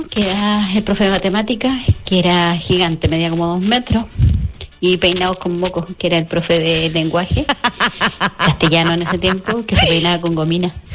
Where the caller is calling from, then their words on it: Temuco, Araucanía, Chile; aquí en Temuco